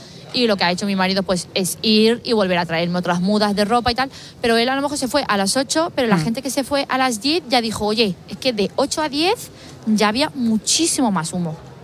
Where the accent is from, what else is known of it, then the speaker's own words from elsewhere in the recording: Aldea del Fresno, Community of Madrid, Spain; Somos de Aldea del Fresno.